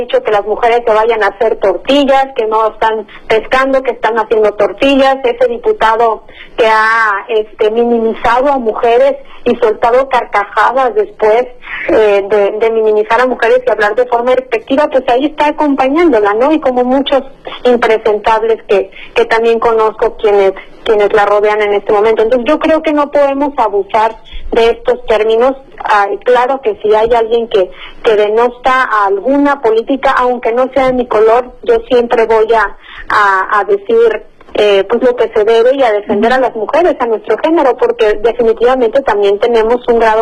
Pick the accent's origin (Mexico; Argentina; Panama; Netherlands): Mexico; Baja California Sur; la gente de Baja California Sur, de mi tierra